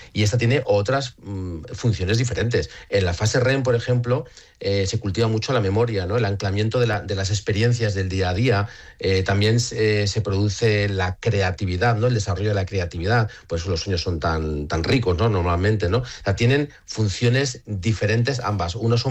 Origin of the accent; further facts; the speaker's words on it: Madrid, Community of Madrid, Spain; para mí, que soy de Madrid, soy del centro, soy de secano